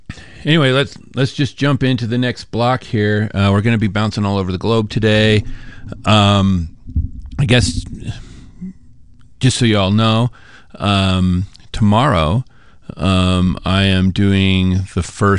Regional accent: Salt Lake City, Utah, United States; a radio station that I grew up with here in Salt Lake City.

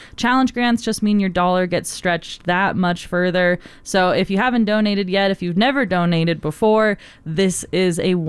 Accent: Morgantown, United States; born there; Hello. Yes, I am from Morgantown. That's my place of birth, my place of residency.

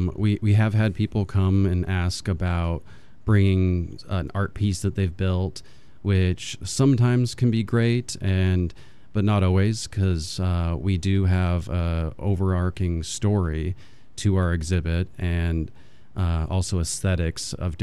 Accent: Utah, United States; I always call it the Southtown Mall, but that's because I grew up in Utah.

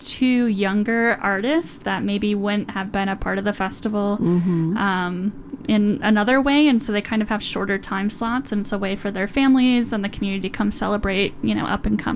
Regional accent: Wisconsin, United States; now in Utah, United States; where I'm from, if you can't recognize my accent

